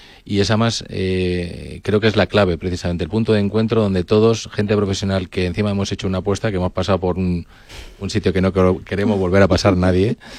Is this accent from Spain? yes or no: yes; Spain; somos latinos, somos españoles, y hay una cosa que nos gusta mucho y es el contacto físico.